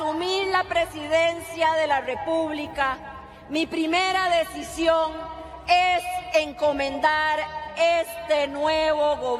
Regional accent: Costa Rica; Somos el pueblo costarricense, un pueblo que resolvió romper con un pasado que nos falló.

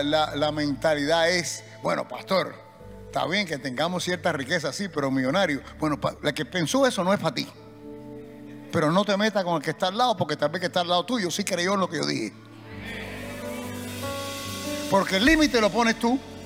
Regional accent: Cuba; Y yo soy cubano

